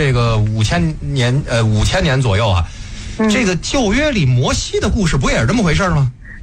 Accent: China; 就咱们中国人讲叫天下文章一大抄啊。

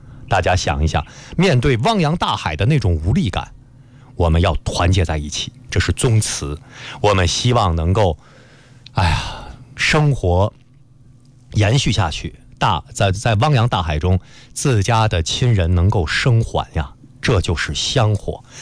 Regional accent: northern China, China; 我们作为北方人啊

